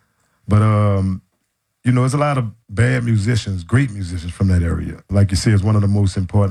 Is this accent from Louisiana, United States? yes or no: yes; New Orleans, Louisiana, United States; We all was born and raised in the Treme.